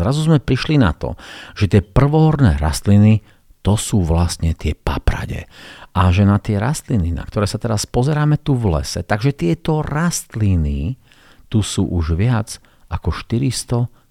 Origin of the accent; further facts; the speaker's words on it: Bardejov, Prešov Region, Slovakia; ako dieťa som býval v Bardejove. No a v Bardejove som býval na takom sídlisku a to sídlisko bolo hneď pod lesom. Bývali sme v bytovke